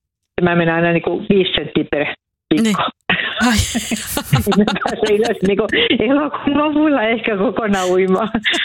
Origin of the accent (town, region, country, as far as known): Vihti, Uusimaa, Finland